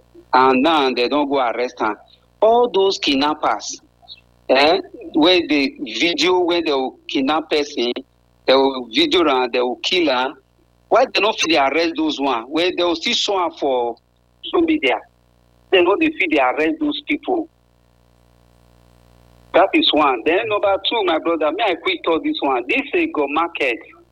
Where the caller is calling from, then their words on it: Nigeria; I come from Ego.